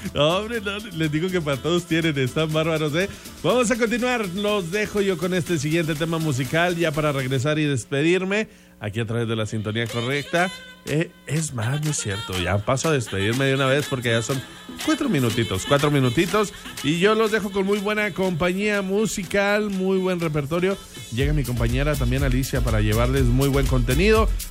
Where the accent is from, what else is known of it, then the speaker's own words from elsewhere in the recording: Mexico; nosotros como buenos mexicanos